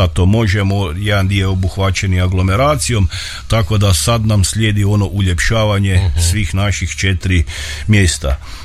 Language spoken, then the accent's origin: Croatian; Budančevica, Koprivnica-Križevci County, Croatia